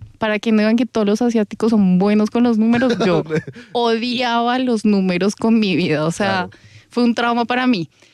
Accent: Colombia; Pero entonces nosotras crecimos en Colombia

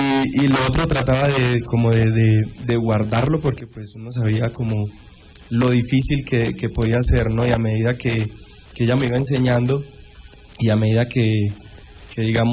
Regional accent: Necoclí, Antioquia, Colombia; moved away; Sí, mi niñez en Necoclí

